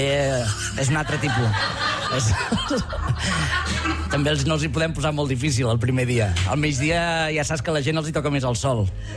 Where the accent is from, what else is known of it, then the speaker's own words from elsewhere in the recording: Catalonia, Spain; Jugàvem aquí a la Gleba, que érem tots catalans, però que no sabíem ni castellà